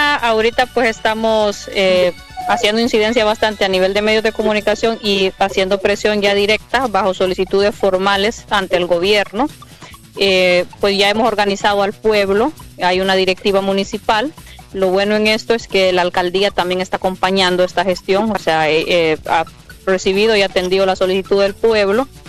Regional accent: Gracias a Dios, Honduras

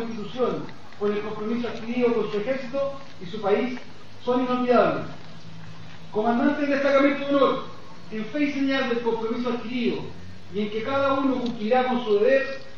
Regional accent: Chile

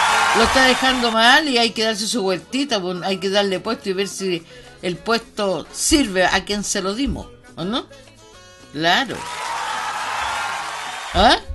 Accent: Chile; Somos rotos chilenos.

